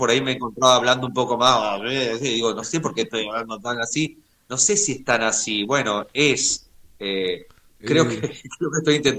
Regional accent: San Juan, Argentina; moved away; yo que soy sanjuanino

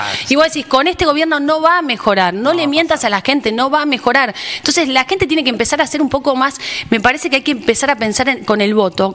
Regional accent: Argentina

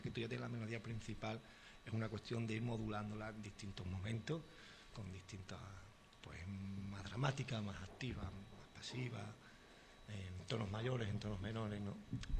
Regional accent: Sanlúcar de Barrameda, Andalusia, Spain; el orgullo que siento estos días de haber nacido en este pueblo

